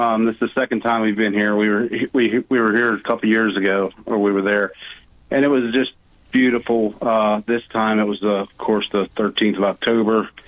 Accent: Maryland, United States; I'm from Maryland. I grew up in Maryland, okay.

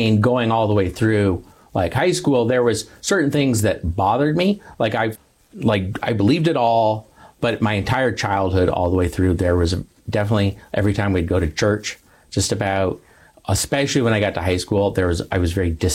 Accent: Tucson, Arizona, United States; also born or lived in Santa Barbara, California, United States; I grew up in Tucson, Arizona.

